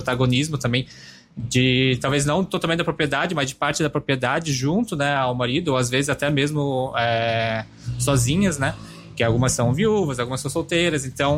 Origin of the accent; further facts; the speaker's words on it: Rancho Queimado, Santa Catarina, Brazil; also born or lived in Joinville / Rio Grande do Sul / Paraná; porque eu nasci em Joinville, mas só nasci lá mesmo. Eu me criei em Rancho Queimado, em Angelina, na região da Grande Florianópolis, mas já morei também no Rio Grande do Sul, no Paraná